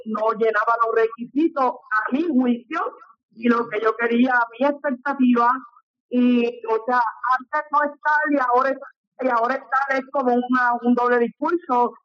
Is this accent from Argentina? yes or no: no; Humacao, Puerto Rico; mi pueblo de Humacao.